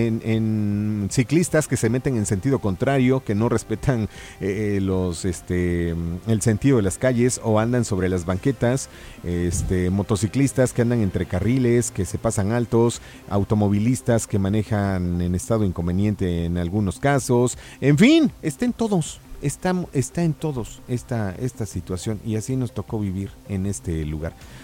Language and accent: Spanish; Mexico